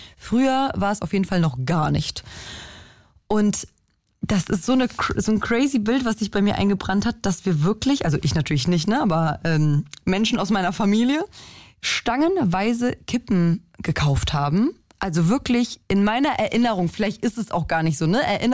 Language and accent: German; Germany; kann ich meine deutsche Cousine mitbringen